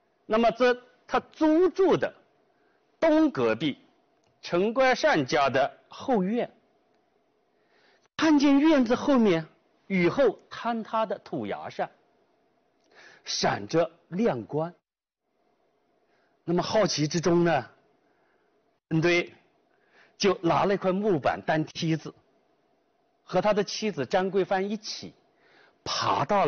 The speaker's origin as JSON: {"language": "Chinese", "country": "China", "said": "我想作为中国人，"}